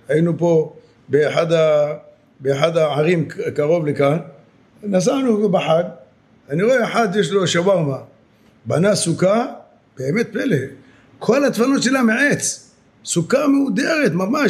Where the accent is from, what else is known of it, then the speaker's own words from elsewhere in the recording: Jerusalem, Jerusalem District, Israel; כשהיינו קטנים היינו גרים באיזו שכונה בירושלים, שכונת הבוחרים